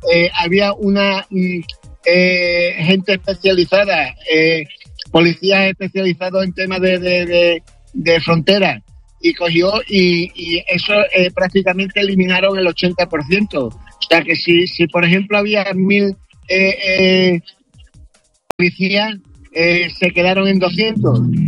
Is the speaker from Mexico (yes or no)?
no; Spain; yo soy español